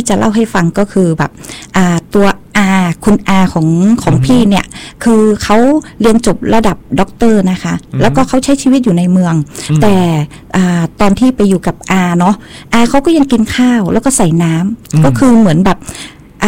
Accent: Nan Province, Nan, Thailand; moved away as an adult; now in Chiang Mai, Thailand; พี่มาจากจังหวัดน่านอยู่บ้านป่ากลาง

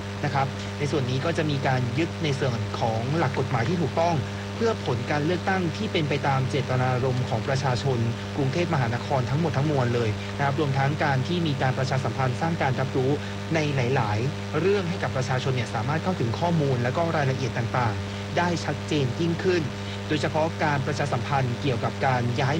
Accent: Nonthaburi, Thailand; เราเป็นคนนนทบุรี

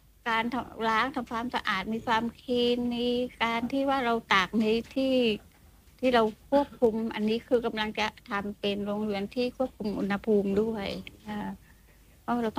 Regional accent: Surat Thani, Thailand; moved away as an adult; now in Ranong, Thailand; พี่เป็นคนสุราษฎร์แต่มาสร้างสวนที่ชุมพรของค่ายอำเภอสวี

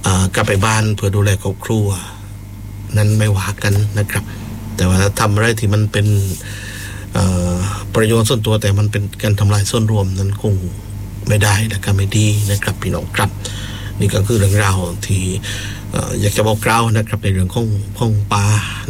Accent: Phuket, Thailand; เราเป็นคนภูเก็ต

